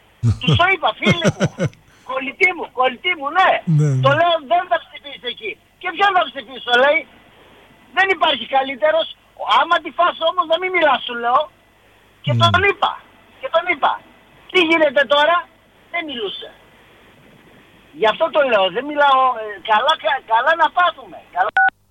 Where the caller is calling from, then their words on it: Germany; Σας μιλάω από Bluetooth γιατί είμαι σε φορτηγό, από Γερμανία παίρνω.